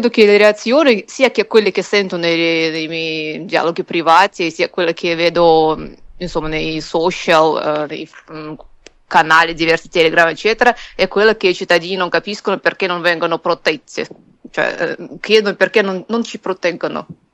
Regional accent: Moscow Oblast, Russia; Italian is a second language; Ad esempio nella mia città natale, che sta nella regione di Mosca, mm-hmm.

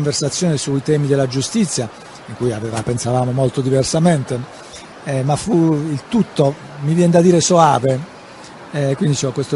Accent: Bari, Apulia, Italy; io ero a casa a Bari, al mare o simili

